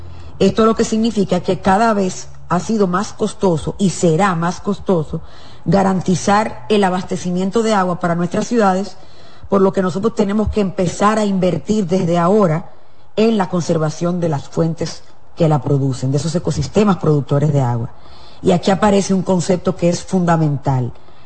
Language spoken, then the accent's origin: Spanish; Dominican Republic